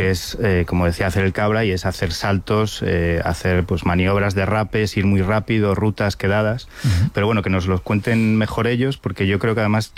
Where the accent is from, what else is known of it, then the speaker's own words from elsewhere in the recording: A Coruña, Galicia, Spain; Va a ser porque soy de Coruña, sí, Pedro.